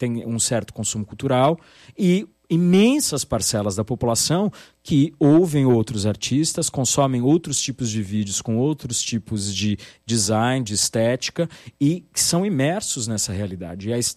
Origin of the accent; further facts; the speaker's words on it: Jaú, São Paulo, Brazil; Eu sou de Jaú, no interior do estado de São Paulo